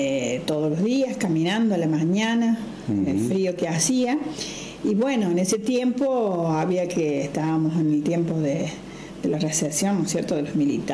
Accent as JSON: {"language": "Spanish", "town": "Los Permanentes", "region": "Córdoba", "country": "Argentina", "tie": "born or raised there", "also_born_or_lived": "Río Cuarto", "said": "Bueno, yo nací en Río Cuarto, pero me crié acá en Los Permanentes."}